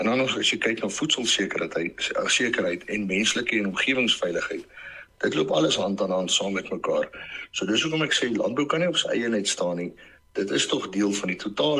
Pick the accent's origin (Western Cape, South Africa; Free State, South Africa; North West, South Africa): Free State, South Africa; Bothaville; toe kry ek weer die geleentheid om terug te kom hier, ek kom van Botawel af en ek het hier groot geword. Ek kry ook die geleentheid om weer terug te kom hierdie kant toe